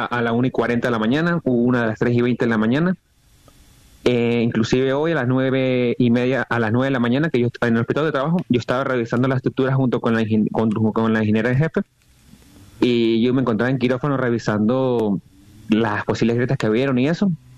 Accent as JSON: {"language": "Spanish", "country": "Venezuela", "moved": "as an adult", "lives_now": "Caracas, Venezuela", "said": "yo soy de un pueblo que se llama Socopón. Yo no soy de Caracas. Yo vine acá por ejercer mi carrera."}